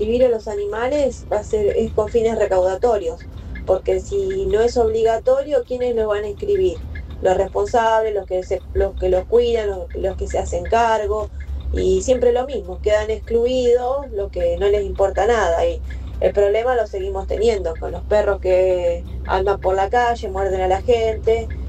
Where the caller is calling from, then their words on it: Pontevedra, Buenos Aires Province, Argentina; de Pontevedra